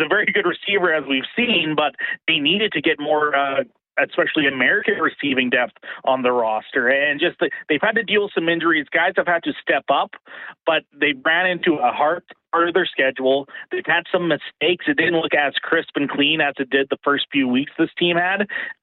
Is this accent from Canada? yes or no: yes; Regina, Saskatchewan, Canada; born and raised in Regina.